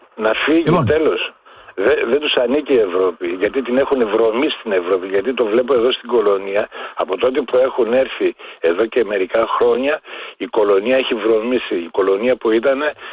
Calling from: Germany; από Γερμανία.

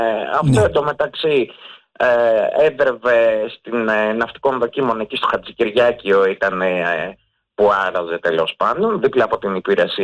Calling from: Aspropyrgos, Attica, Greece; από τον Ασπρόπυργο.

